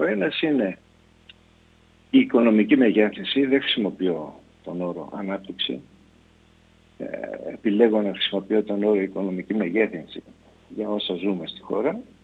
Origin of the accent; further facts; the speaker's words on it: Athens, Attica, Greece; επειδή εγώ είμαι Αθηναίος.